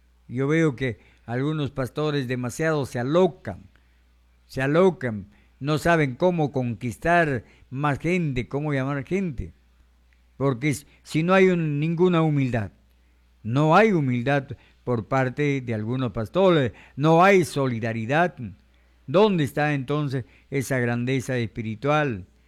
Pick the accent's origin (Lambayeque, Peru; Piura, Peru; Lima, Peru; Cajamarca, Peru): Lambayeque, Peru; Reque; en mi pueblo, en Reque